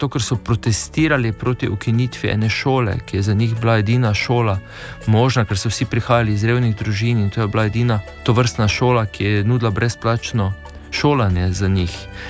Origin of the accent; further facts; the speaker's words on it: Destrnik, Drava, Slovenia; moved away as an adult; prihajam iz Destrnika pri Ptuju, živel sem na nek način zelo zavarovano, varno otroštvo